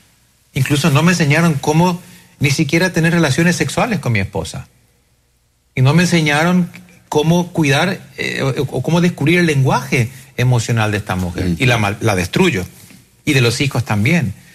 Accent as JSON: {"language": "Spanish", "country": "Paraguay", "moved": "yes", "lives_now": "Oklahoma, United States", "said": "Yo soy paraguayo."}